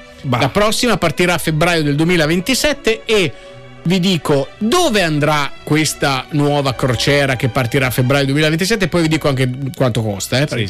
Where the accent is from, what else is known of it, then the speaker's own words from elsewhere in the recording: Emilia-Romagna, Italy; è un cognome molto diffuso dalle nostre parti in Romagna.